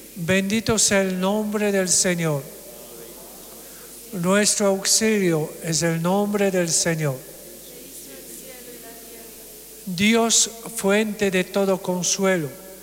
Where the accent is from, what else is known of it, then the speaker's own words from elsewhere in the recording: Bolivia; como país, como familia boliviana.